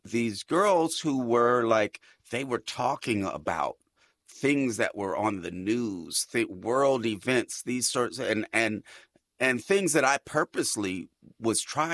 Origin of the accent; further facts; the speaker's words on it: California, United States; obviously, I come from the Bay Area, so I'm going to, you know, shoot shots on that behalf.